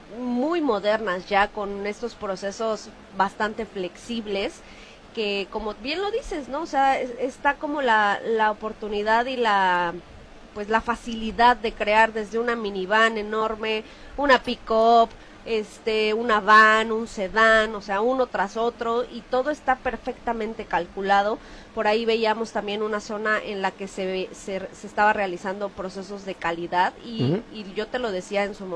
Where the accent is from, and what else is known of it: Mexico